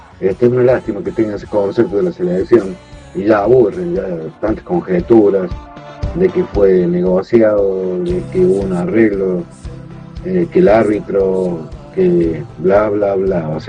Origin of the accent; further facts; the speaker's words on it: Argentina; Parece que no somos argentinos, que no sentimos la patria.